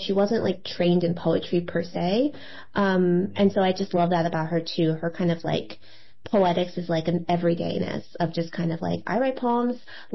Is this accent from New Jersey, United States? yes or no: yes; New Jersey, United States; I grew up in Jersey, and so I used to go to Chinatown all the time in New York City